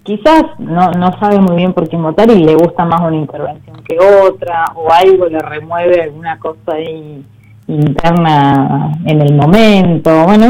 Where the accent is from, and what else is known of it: Santa Cruz, Argentina